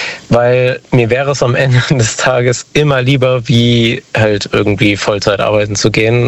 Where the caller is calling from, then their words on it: Montabaur, Rhineland-Palatinate, Germany; Aus der Ecke Hessen, aus Montabaur ungefähr.